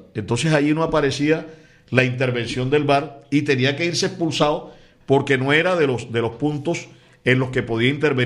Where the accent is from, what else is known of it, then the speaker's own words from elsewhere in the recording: Barranquilla, Atlántico, Colombia; Y yo estudié en los colegios públicos de Barranquilla. Mi primaria fue en la escuela 34 para varones. Mi bachillerato fue en el INEM Miguel Antonio Caro, allá en la calle 30.